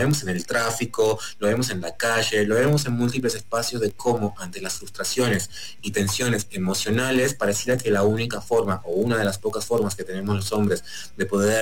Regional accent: Uruguay; also born or lived in Spain; now in Mexico; está en Uruguay, de donde soy, está también en España, donde hay muchos años

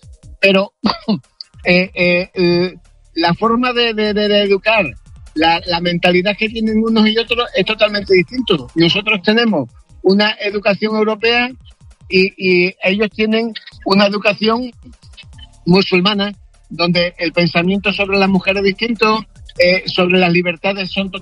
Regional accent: Spain; yo soy español

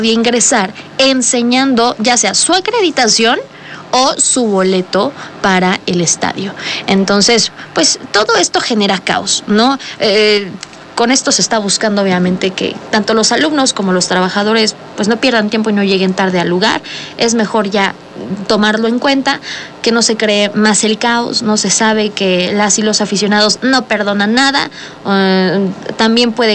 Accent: Mexico; nosotros como mexicanos

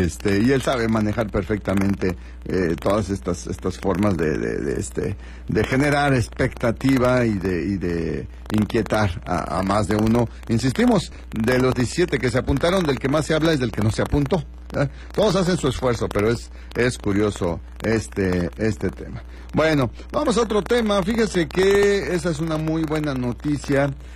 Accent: Mexico; los mexicanos somos buenos para el despapalle, somos buenos para el relajo, somos muy ingeniosos

